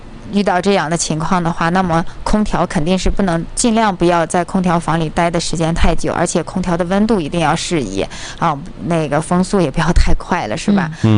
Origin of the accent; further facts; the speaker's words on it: China; 我们中国人